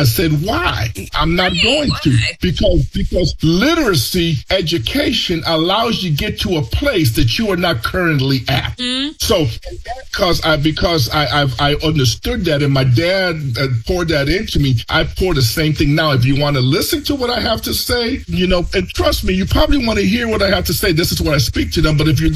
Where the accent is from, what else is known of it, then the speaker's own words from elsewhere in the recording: Chicago, Illinois, United States; English is a second language; because I grew up in the projects of Chicago, I got a chance to go to the University of Wi